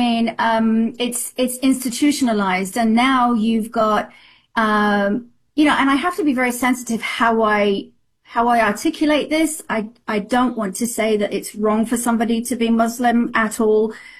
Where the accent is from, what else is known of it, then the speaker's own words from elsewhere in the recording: United Kingdom; I said, well, I'm a British citizen, and this is a democracy, and we have freedom of speech.